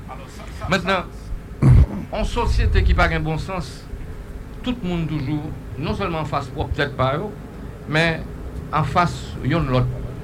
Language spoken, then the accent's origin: French; Haiti; en tant que citoyen, en tant que monde, en tant qu'haïtien.